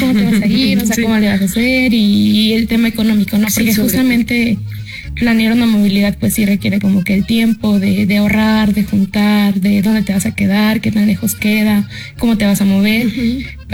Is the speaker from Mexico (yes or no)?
yes; Monterrey, Nuevo León, Mexico; yo soy de la ciudad de Monterrey y estudio biología en la Universidad Autónoma de Nuevo León.